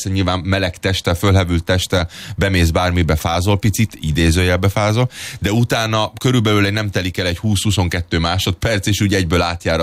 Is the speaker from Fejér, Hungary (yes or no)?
no; Budapest, Hungary; itt lenni egyáltalán magyarként, meg úgy kis egyszerű kis budapesti kis cigányként